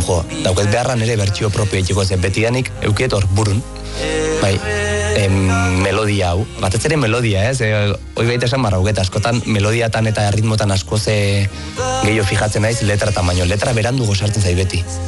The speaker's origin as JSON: {"language": "Basque", "town": "Ordizia", "region": "Basque Country", "country": "Spain", "said": "amaika urtekin hasi nintzen bateri ikasten, Ordizko musika eskolan, eta seitun sartu nintzen Ordizko bandan"}